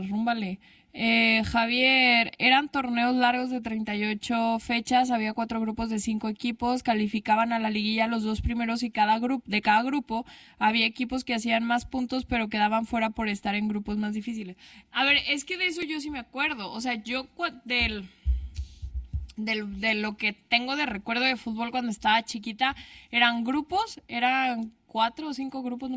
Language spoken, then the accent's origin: Spanish; Mexico; born there; no, yo sí soy mexicana, mi familia es la española, pero yo nací aquí.